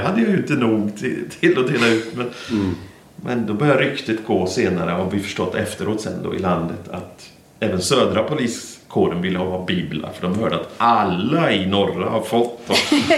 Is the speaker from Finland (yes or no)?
no; Albania; accent: North Albanian; Och jag pratar en nordalbansk dialekt.